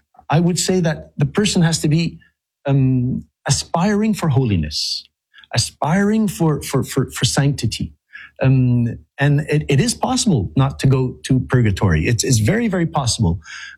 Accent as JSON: {"language": "English", "country": "Canada", "said": "I'm French Canadian."}